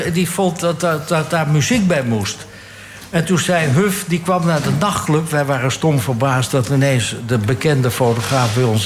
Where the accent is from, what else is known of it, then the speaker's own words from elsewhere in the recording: Amsterdam, North Holland, Netherlands; ik kwam uit Amsterdam-Zuid, dus ik sprak nog een beetje netjes.